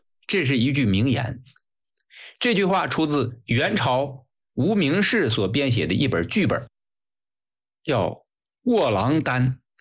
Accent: China

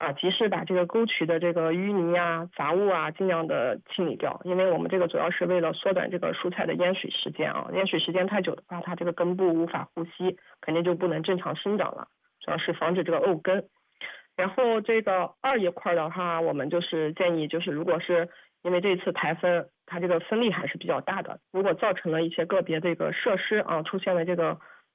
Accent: Anhui, China; 像我们安徽这边的话

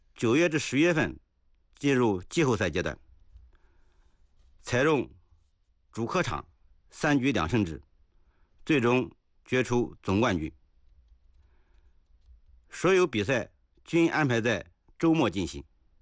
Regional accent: Anhui, China

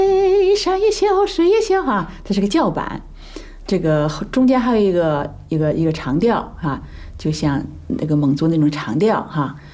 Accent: China; 使他感到骄傲，因为我是中国人呐，是不是？

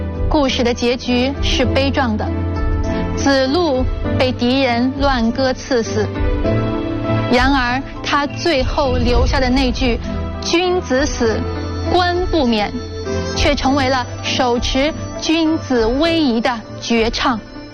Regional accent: China; 作为中国人啊

